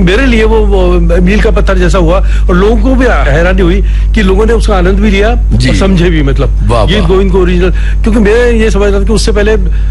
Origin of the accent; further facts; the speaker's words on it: Jaipur, Rajasthan, India; जयपुर मेरे लिए पूरा खुला मंच था